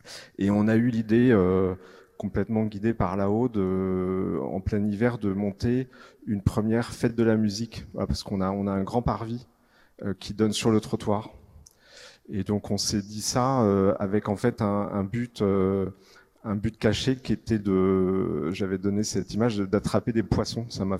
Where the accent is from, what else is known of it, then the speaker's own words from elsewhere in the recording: Paris, Île-de-France, France; Donc on est parisien, on vit dans le 16e à Paris et notre paroisse c'est Saint-Honoré-d'Eylau.